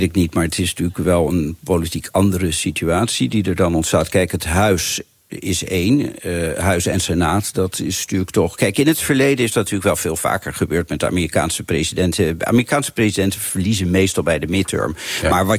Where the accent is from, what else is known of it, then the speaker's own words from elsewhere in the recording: Netherlands; Ja, ik als Nederlander denk altijd, nou ja, $4.10 voor een Kellen, nou dat is dan zeg maar omgerekend €1.